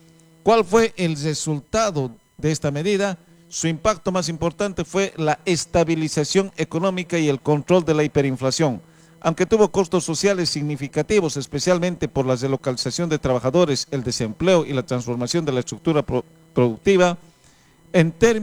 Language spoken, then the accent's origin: Spanish; Bolivia; me encontraba con yactamasis ahí, como si estuviera en mi pueblo